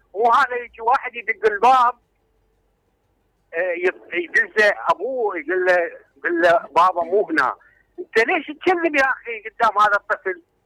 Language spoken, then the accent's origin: Arabic; Iraq; احنا نترحم على الزمن الجميل يعني، خصوصا عندنا بالعراق